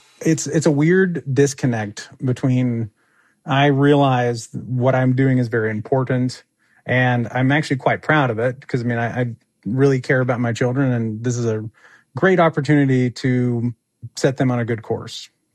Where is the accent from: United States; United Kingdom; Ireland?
United States; Texas; we are originally from Texas, and that's where I was a firefighter.